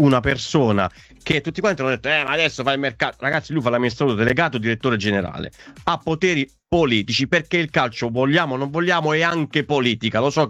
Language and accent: Italian; Southern Italy, Italy; Non ti do gli auguri, perché da buon terrone ti dico porta male.